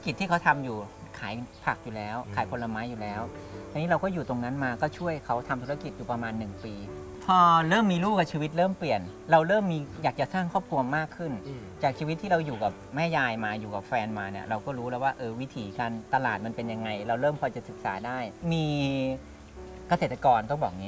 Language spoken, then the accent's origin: Thai; Lopburi, Thailand; now in Saraburi, Thailand; เดิมทีเราเนี่ยไม่ใช่คนในพื้นที่จังหวัดสระบุรีผมเป็นคนลพบุรีเป็นคนลำลาย